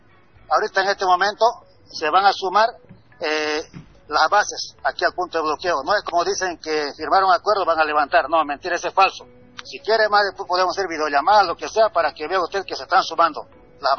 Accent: Bolivia; now in San Julián, Bolivia; que somos bolivianos

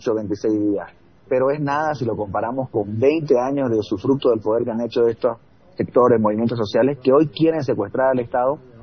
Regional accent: Santa Cruz, Bolivia; nosotros como clase media, como cruceños, como departamento

